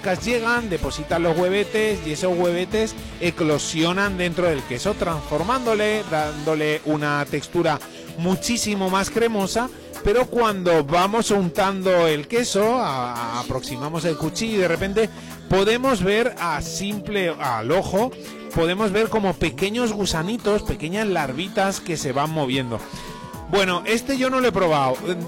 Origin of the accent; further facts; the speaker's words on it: Valencian Community, Spain; moved away; En Valencia es muy tradicional, en mi tierra, la carne de caballo